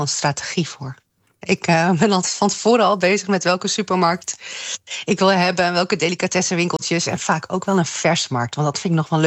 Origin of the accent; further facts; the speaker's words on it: Leeuwarden, Friesland, Netherlands; moved away; ik ben geboren en getogen in Leeuwarden.